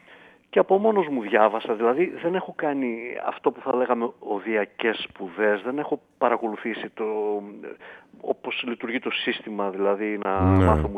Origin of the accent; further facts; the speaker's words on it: Larissa, Thessaly, Greece; moved away as an adult; now in Thessaloniki, Greece; Ναι, γεννήθηκα, μεγάλωσα στη Λάρισα, στο κέντρο της πόλης. Εκεί τέλειωσα και το σχολείο. Και μετά, με αφορμή τις σπουδές στη Γεωπονική εδώ στο Απιθύτα, έφυγα από τη Λάρισα, εγκαταστάθηκα στη Θεσσαλονίκη